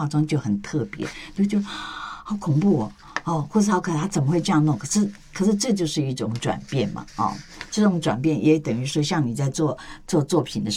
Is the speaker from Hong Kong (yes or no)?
no; Taiwan; 是，就不能像我们台湾人说啊，边行边看啦